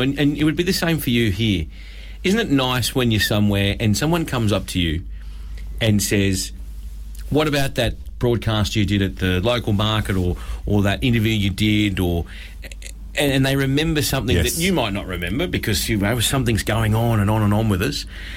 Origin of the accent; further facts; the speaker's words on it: Brisbane, Queensland, Australia; moved away; I grew up in Brisbane